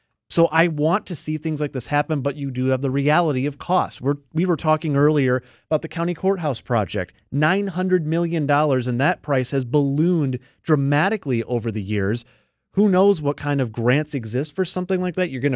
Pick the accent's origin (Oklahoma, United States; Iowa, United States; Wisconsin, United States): Wisconsin, United States; Fond du Lac; I grew up in Fond du Lac, and there's a lot of old government buildings